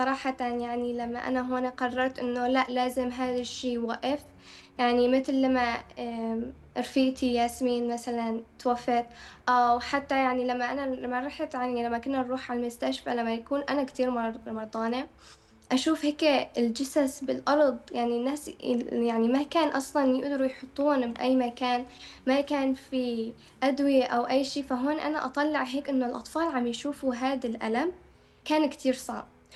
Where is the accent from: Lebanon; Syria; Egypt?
Syria; Aleppo, Aleppo Governorate; أنا طفلة سورية من حلب